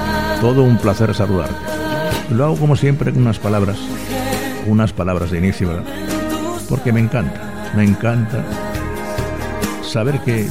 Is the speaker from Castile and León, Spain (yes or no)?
no; Region of Murcia, Spain; Murcia, mi tierra, qué hermosa eres.